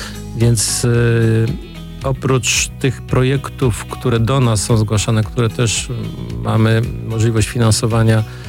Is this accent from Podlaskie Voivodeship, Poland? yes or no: no; West Pomeranian Voivodeship, Poland; now in Szczecin, Poland; nie jestem rodowitym szczecinianinem, bo pochodzę z rubieży wschodnich naszego województwa, czyli z Karwina